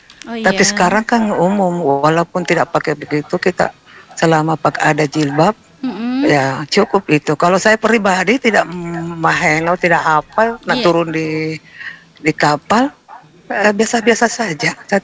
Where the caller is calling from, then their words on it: South Sulawesi, Indonesia; Saya kan juga orang Bugis Makassar.